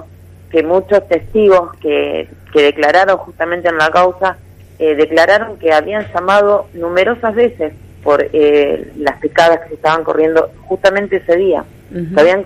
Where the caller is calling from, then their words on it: Santo Tomé, Santa Fe, Argentina; Yo vivo en Santo Tomé